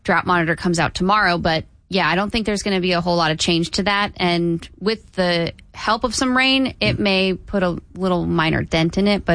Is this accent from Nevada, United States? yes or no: yes; Las Vegas, Nevada, United States; moved away; I'm from Las Vegas